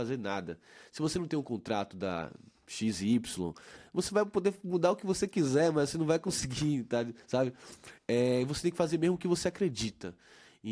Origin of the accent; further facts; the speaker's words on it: Salvador, Bahia, Brazil; Imagina que eu vim de Salvador, assim, não conhecia ninguém aqui.